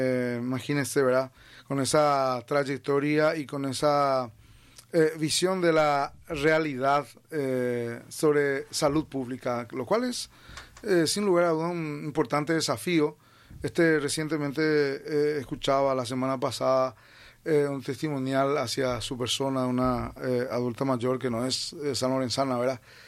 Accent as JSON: {"language": "Spanish", "region": "Cordillera", "country": "Paraguay", "said": "yo también soy cordillerano y somos vecinos"}